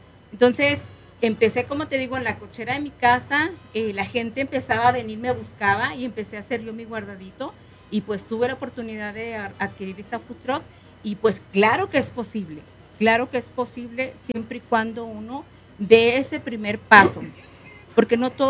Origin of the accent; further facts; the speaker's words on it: Ciudad Juárez, Chihuahua, Mexico; now in Denver, United States; Yo soy de Ciudad Juárez, Chihuahua, y pues mi sazón viene de allá.